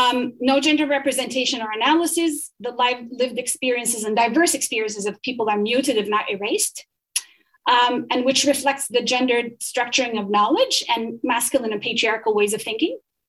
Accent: Saudi Arabia; I looked at my experiences in the global South, growing up in Saudi Arabia to a Saudi family

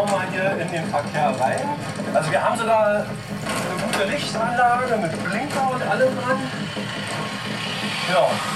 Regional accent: Brandenburg an der Havel, Brandenburg, Germany; Ja, ich komme ja aus Brandenburg, der Stadt im Land.

